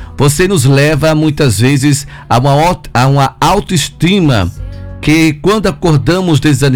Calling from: Carira, Sergipe, Brazil; Sou aqui de Careira, mas todos os dias estou viajando para Aracaju, um tratamento com a minha mãe.

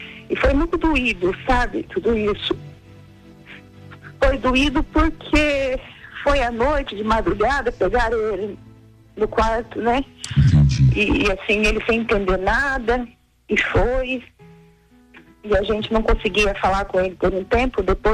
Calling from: Mato Grosso, Brazil; Mato Grosso.

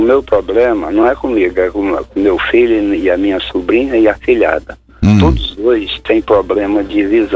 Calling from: Brasília, Federal District, Brazil; É, padre, eu falo aqui de Brasília, né?

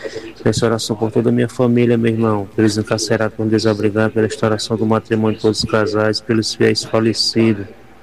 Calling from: Fortaleza, Ceará, Brazil; falo de Fortaleza, Ceará.

